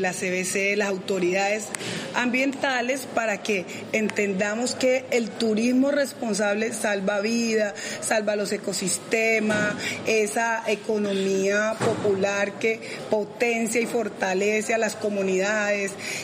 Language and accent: Spanish; Buenaventura, Valle del Cauca, Colombia; Nosotros somos el territorio más biodiverso, pero somos un territorio vallecaucano, pacífico, con mucha creatividad cultural.